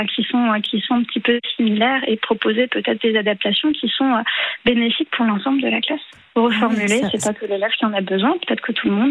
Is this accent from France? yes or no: yes; Grand Est, France; Alors moi, je suis de Moselle, donc dans le Grand Est, frontière allemande.